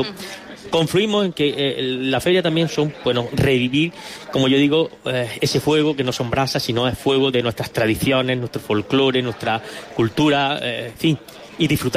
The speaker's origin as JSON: {"language": "Spanish", "town": "Cuevas", "region": "Andalusia", "country": "Spain", "also_born_or_lived": "Adra", "said": "Yo soy de Cuevas, pero he estado un tiempo viviendo en Adra."}